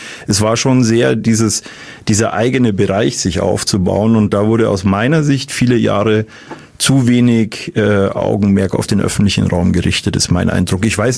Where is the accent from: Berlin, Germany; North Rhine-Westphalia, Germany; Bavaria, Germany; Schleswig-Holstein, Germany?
Bavaria, Germany; Munich; born there; Persönlich, ich bin in München geboren